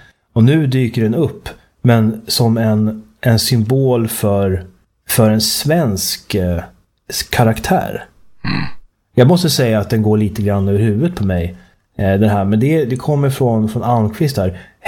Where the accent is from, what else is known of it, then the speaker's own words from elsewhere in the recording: Sweden; moved away; Jag känner ju själv, som jag berättat om tidigare, att sen jag och Sofia flyttade från Sverige